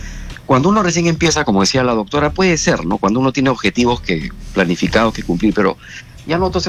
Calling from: Lima, Peru; de tu caserito, de Surco

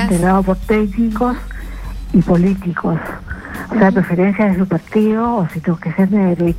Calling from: Lima, Peru; San Borja.

